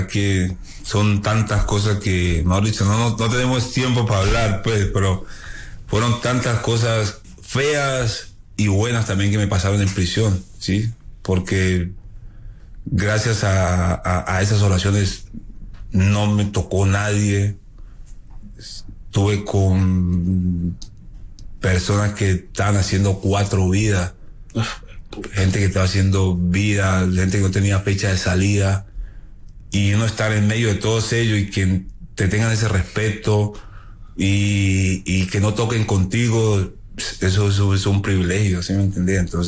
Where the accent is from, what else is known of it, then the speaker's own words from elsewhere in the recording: Colombia; moved away; yo soy colombiano.